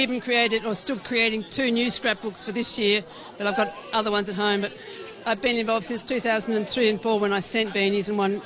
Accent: Melbourne, Victoria, Australia; now in Northern Rivers, Australia; Originally from Melbourne, but now I live in Northern Rivers.

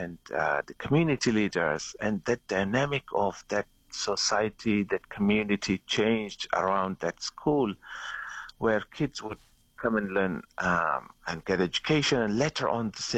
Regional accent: Afghanistan; moved away as an adult; also born or lived in Indonesia; I'm from Afghanistan, from Hazara minority ethnic group.

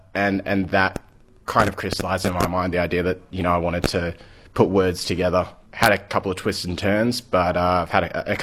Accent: Perth, Western Australia, Australia; moved away as an adult; also born or lived in New Zealand; now in Kalgoorlie-Boulder, Australia; So I grew up in Perth. I'm born in New Zealand, like many, I think about a tenth of the population out here, something like that.

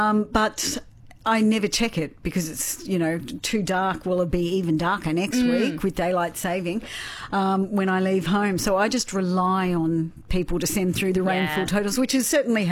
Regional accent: New South Wales, Australia; Now, back in my hometown, it is a big weekend. I always know that, you know, the long weekend for New South Wales means Denny Ute Muster.

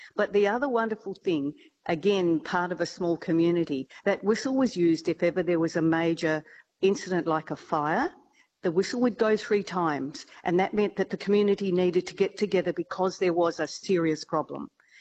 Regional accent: Brunswick, Victoria, Australia; born in 1954. So Brunswick was well and truly on its way in those years. And I remember living directly opposite Peter's factory in 2 George Avenue.

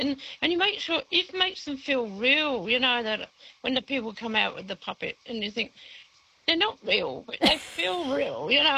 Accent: England, United Kingdom; I'm from England, and when I was a child, there was this puppet, and it was called Sooty.

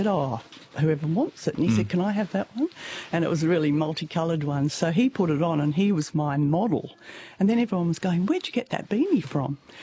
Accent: Jersey; also born or lived in Fremantle; now in Australia; So, no, I'm from Jersey originally in the Channel Islands.

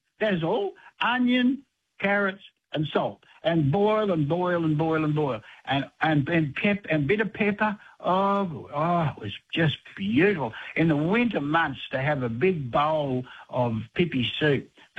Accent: Tweed Heads, New South Wales, Australia; I remember when I grew up years ago in Tweed Heads

